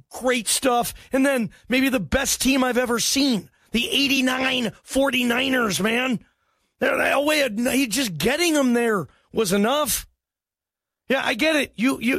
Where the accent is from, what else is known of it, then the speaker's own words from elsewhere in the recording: Georgia, United States; born there; Ooh, I was born in Georgia, Stuart. I bet you didn't know that.